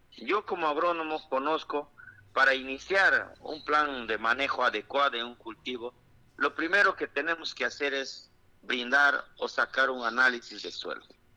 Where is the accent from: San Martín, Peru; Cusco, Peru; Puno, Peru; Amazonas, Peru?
San Martín, Peru; Chazuta; soy de Chasuta, es mi lugar de nacimiento